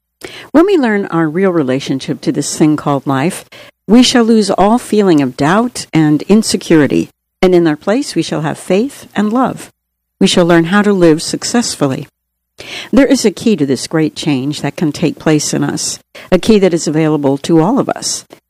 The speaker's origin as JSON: {"language": "English", "country": "Namibia", "tie": "born or raised there", "said": "Growing up in Namibia, I witnessed strong communities rising despite hardship."}